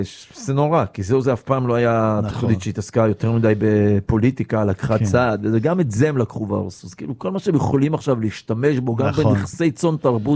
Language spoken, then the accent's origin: Hebrew; Kiryat Yam, Haifa District, Israel; אני גדלתי בקירת ים, אני מהחלון של הבית, הייתי רואה ומריח את הים, כי גדלנו בקיריית ים.